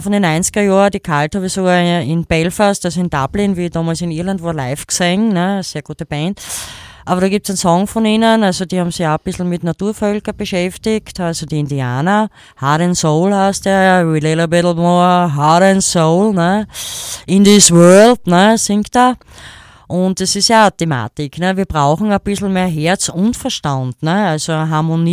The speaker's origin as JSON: {"language": "German", "region": "Carinthia", "country": "Austria", "tie": "born there", "said": "Ja, ich bin ja gebürtiger Kärntner, ich bin ja kein Grazer."}